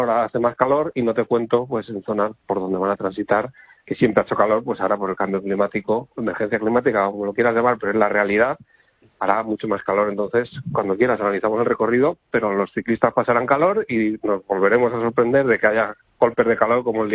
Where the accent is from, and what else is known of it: Segovia, Castile and León, Spain